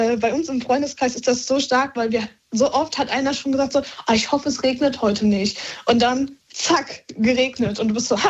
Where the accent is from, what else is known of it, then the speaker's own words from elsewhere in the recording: North Rhine-Westphalia, Germany; Ich überlege gerade, ich komme aus dem Ruhrpott. Eigentlich.